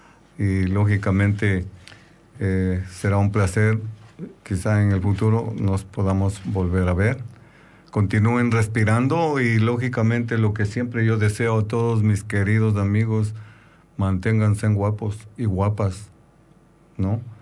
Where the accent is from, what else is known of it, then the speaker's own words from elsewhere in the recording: Otavalo, Imbabura, Ecuador; Este es de mi pueblo, de los indígenas otavaleños, que es, somos descendientes de los incas.